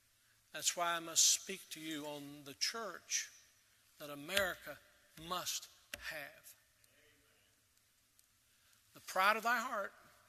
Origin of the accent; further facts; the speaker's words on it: United States; Yes, I'm an American